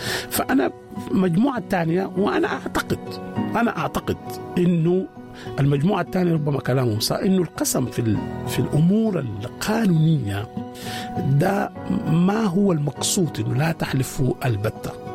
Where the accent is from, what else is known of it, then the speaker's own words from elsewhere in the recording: Sudan; يعني العادة دي منتشرة جدا عندنا في السودان